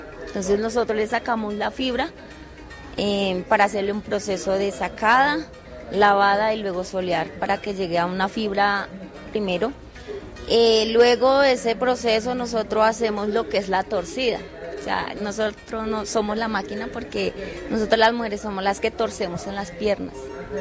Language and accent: Spanish; Nazareth, Amazonas, Colombia; Bien, entonces vengo del Amazonas, específicamente del resguardo indígena en Nazaret.